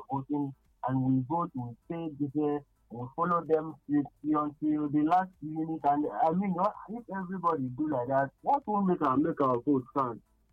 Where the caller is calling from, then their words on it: Ogun, Nigeria; I'm calling from Ogun.